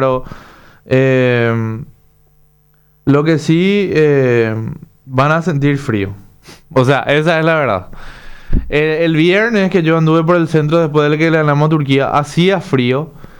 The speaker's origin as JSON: {"language": "Spanish", "country": "Paraguay"}